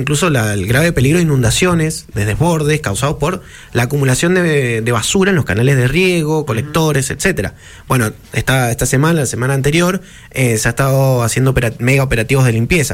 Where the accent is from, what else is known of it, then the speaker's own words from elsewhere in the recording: Mendoza, Argentina; esto nos afecta a nosotros, a todos como mendocinos